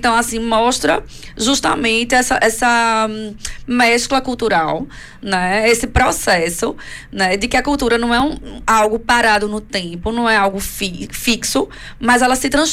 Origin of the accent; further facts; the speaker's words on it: Recife, Pernambuco, Brazil; now in Portugal; Eu sou recifense, né?